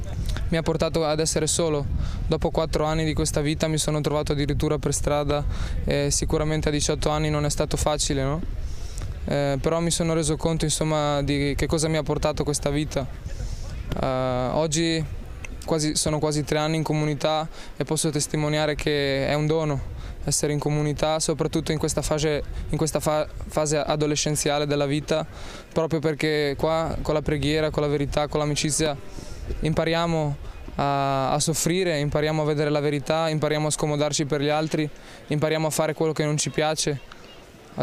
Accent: Padua, Veneto, Italy; ho 21 anni, vengo da Padova

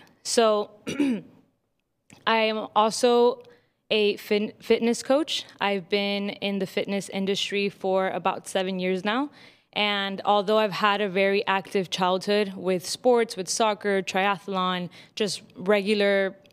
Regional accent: Key Biscayne, Florida, United States; also born or lived in Mexico; I am 24 years old. I was born in Mexico, but raised here in Miami, Florida, in Key Biscayne to be exact.

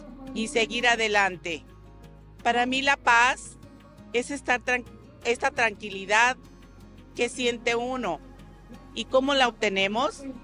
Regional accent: Ostotipaquillo, Jalisco, Mexico; soy originaria de Ostotipaquillo desde hace 73 años, que es la edad que tengo, orgullosamente lo digo.

